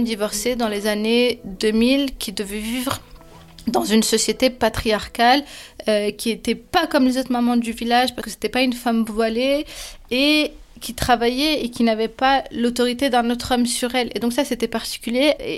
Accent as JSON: {"language": "French", "town": "Oujda", "region": "Oriental", "country": "Morocco", "tie": "born there", "moved": "yes", "said": "Je suis née au Maroc, dans une ville frontalière de l'Algérie qui s'appelle Oujda. J'ai grandi auprès de ma maman et on vivait dans la maison familiale avec 14 membres."}